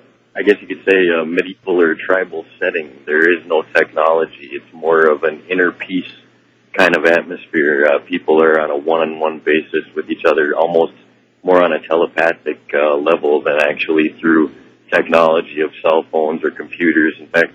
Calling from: Minnesota, United States; I'm listening on KSTP in Minnesota.

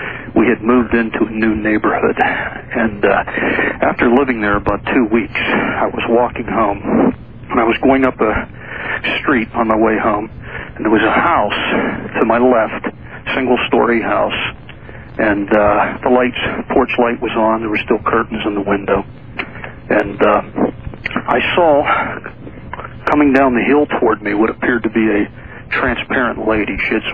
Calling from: Pennsylvania, United States; I'm calling from Pennsylvania.

